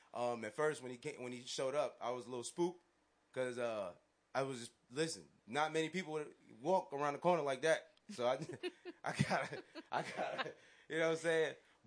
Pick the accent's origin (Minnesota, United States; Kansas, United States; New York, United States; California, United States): New York, United States; Mount Vernon; I'm from Mount Vernon